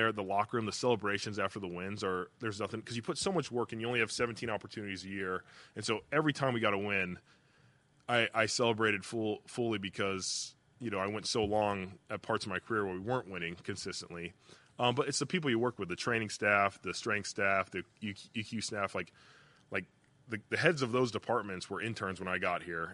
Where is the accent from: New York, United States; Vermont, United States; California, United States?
California, United States; Yeah, I am from Southern California, but I think if you look at my background and family, like, it's based off of, like, blue-collar hard work. And I think at heart, like, there's some Midwest in there